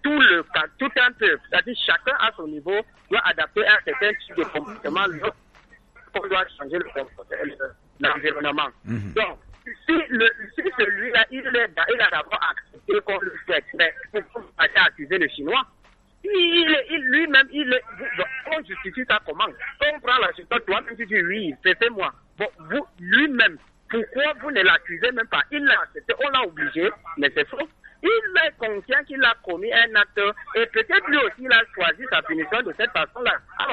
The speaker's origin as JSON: {"language": "French", "country": "Cameroon", "said": "Chez nous au Cameroun"}